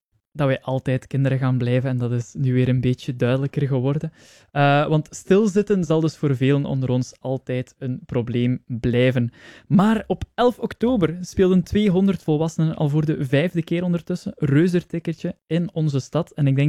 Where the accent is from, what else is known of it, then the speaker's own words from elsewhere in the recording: Flanders, Belgium; Maar ja, daar zijn wij Belgen wel goed in.